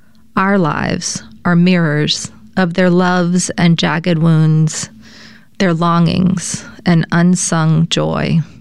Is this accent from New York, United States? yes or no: no; Louisiana, United States; So yes, I grew up in Louisiana myself. I grew up in the southwest part of the state.